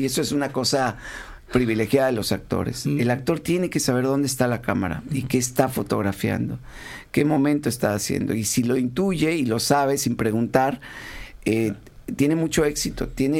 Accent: Uruguay; Yo sí sé, porque soy uruguaya.

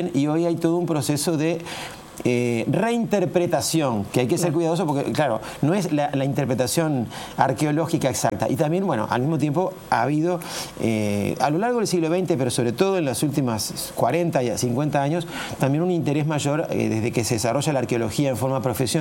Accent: Uruguay

